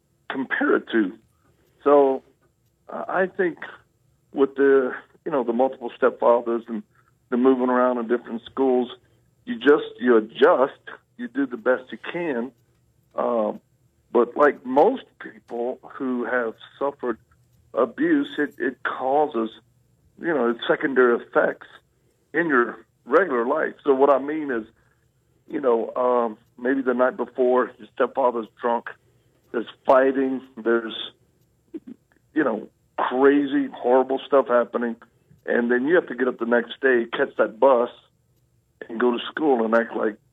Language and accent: English; Louisiana, United States; born there; also born or lived in Mississippi / Texas; Well, I'm a Southern boy. I was born in Louisiana.